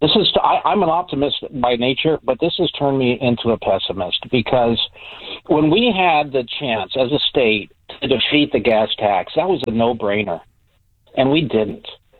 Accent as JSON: {"language": "English", "town": "Lincoln", "region": "California", "country": "United States", "tie": "born or raised there"}